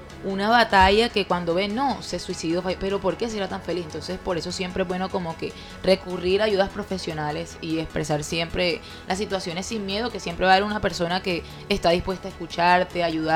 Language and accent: Spanish; La Guajira, Colombia; born there; moved away; Yo no soy 100%, pero yo nací allá en La Guajira, parte de mi familia es guajira, y como que de pequeña me criaron con eso